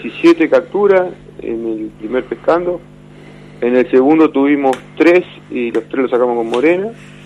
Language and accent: Spanish; Santa Fe, Argentina; now in San Javier, Argentina; me crié en Santa Fe